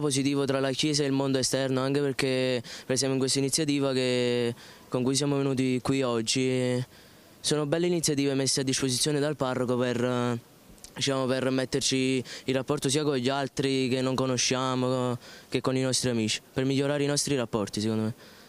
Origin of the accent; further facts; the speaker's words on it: Trecase, Campania, Italy; Da Trecase, provincia di Napoli.